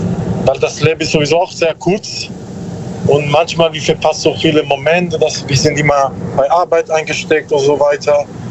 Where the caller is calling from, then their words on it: Bruchsal, Baden-Württemberg, Germany; Ja, so Karlsruhe.